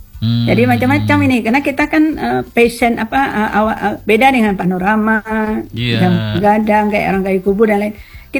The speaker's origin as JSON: {"language": "Indonesian", "town": "Bukittinggi", "region": "West Sumatra", "country": "Indonesia"}